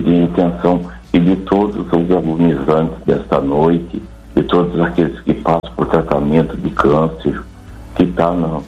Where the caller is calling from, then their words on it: Santa Branca, São Paulo, Brazil; Eu falo de Santa Branca, Padre.